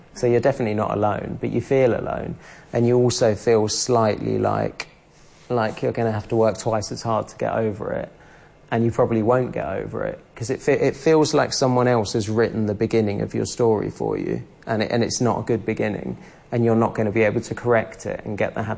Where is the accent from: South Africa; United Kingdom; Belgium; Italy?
United Kingdom; London; I grew up in London, in quite a rough bit of London, not a posh bit of London.